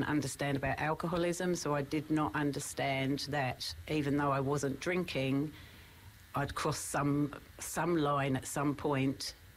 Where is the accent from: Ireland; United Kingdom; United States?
United Kingdom; England; moved away; I come from a family of big drinkers. You know, I come from England.